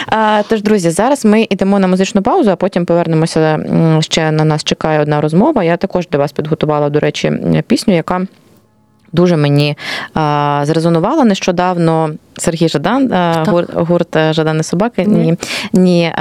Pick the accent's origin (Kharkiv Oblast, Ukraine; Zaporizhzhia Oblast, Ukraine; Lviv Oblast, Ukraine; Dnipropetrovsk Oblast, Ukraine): Kharkiv Oblast, Ukraine; Kharkiv; А от чому, коли я з Харкова приїжджаю в Київ